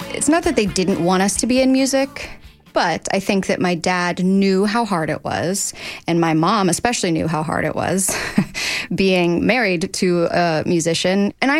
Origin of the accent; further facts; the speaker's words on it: Gibsonia, Pennsylvania, United States; I grew up in the North Hills in Gibsonia